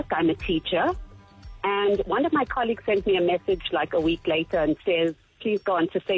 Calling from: Greytown, KwaZulu-Natal, South Africa; I didn't live in Durban. I'm from Greytown in KZN.

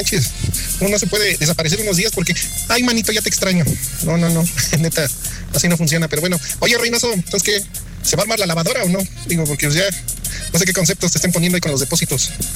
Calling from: Cuautla, Morelos, Mexico; el familia de Cuautla aquí

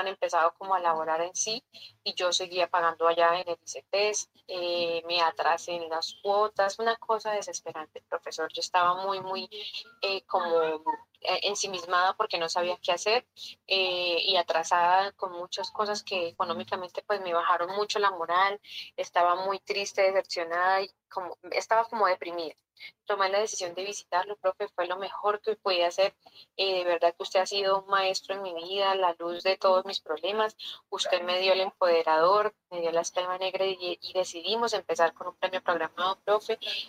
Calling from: Bogotá, Colombia; Del barrio Quirigua

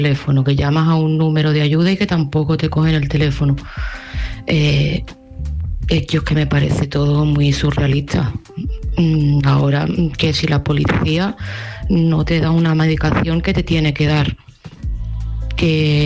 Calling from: Seville, Andalusia, Spain; de Sevilla

